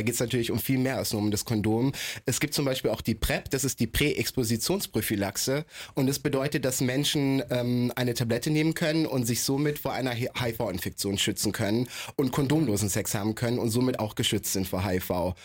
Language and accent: German; Berlin, Germany; ich komme aus Berlin